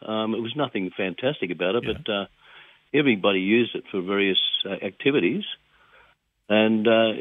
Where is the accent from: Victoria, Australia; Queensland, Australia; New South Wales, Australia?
New South Wales, Australia; Sydney; I grew up in Caseness Street.